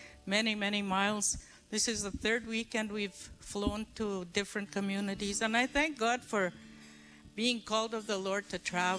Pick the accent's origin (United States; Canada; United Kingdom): Canada; Dauphin River, Manitoba; our names are … we're from Dauphin River, Manitoba. So it's 4 hours from Winnipeg after we get off the plane.